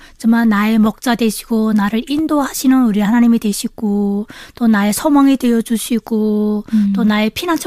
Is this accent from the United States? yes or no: no; North Hamgyong, North Korea; also born or lived in China; now in South Korea; 남한 정착한 지 2개월 된 함경북도에서 온